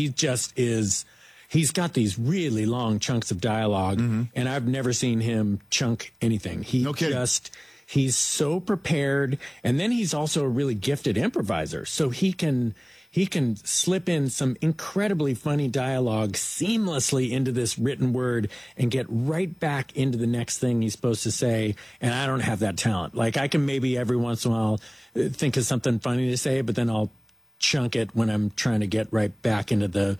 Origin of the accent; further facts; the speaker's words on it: Oakland, California, United States; born there; I was born in Oakland. You know, my A's have done it too